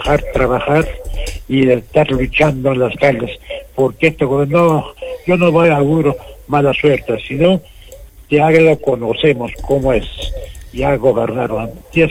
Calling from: Arequipa, Peru; yo, como peruano

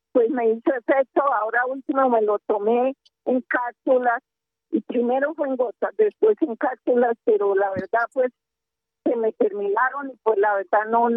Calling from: Bogotá, Colombia; vivo en la ciudad de Bogotá

